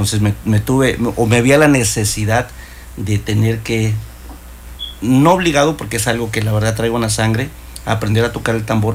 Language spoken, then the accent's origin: Spanish; Chiapas, Mexico; born there; now in Cancún, Mexico; Pues yo soy nacido allá, en el estado de Chiapas, en un poblado que se llama Villacala, muy cerca de la capital. Pues llegué aquí en el 90, mis papás son nacidos allá.